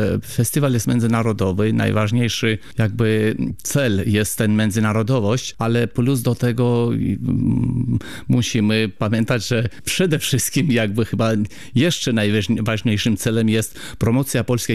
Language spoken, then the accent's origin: Polish; Armenia; Polish is a second language; moved away as an adult; now in Poland; kultura mojego kraju, skąd pochodzę, czyli Armenii.